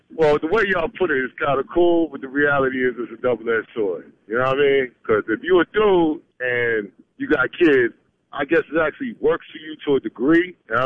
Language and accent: English; New York, United States; now in Brunswick, United States; Well, right now I'm in Brunswick, Georgia. I come from New York.